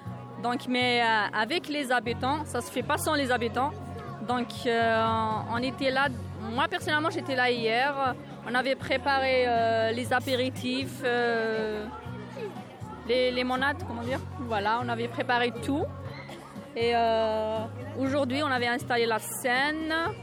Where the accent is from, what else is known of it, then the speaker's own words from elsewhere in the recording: Kabylie, Algeria; first language Berber; French is a second language; Moi, personnellement, je suis de Kabylie, en Algérie.